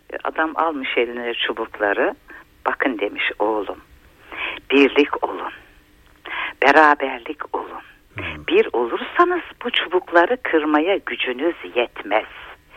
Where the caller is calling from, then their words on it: Trabzon, Turkey; Ben Trabzon'dan arıyorum.